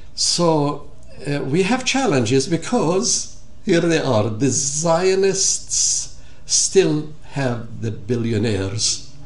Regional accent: United States

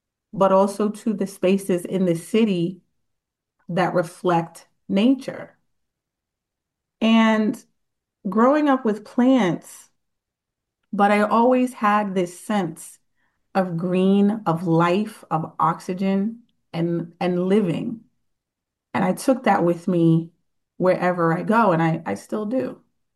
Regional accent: New York City, New York, United States; born or raised there

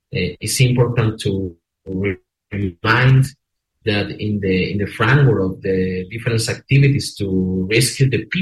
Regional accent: Venezuela; English is a second language; moved away; I'm from Venezuela.

